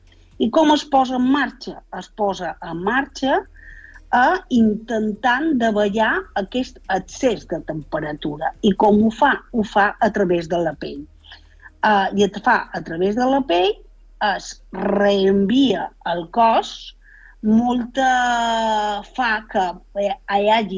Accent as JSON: {"language": "Catalan", "region": "Balearic Islands", "country": "Spain", "accent": "not central Catalan (island Catalan)", "said": "Si vius a les illes, com són jo, i ja tothom se'n deu haver donat compte que el meu català no és el català central"}